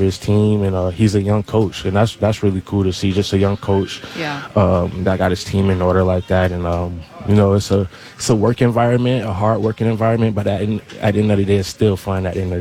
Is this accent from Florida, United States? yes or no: yes; Florida, United States; moved away; Yeah, I'm from Florida